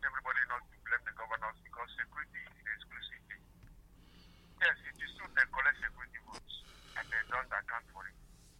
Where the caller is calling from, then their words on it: Nigeria; I'm calling from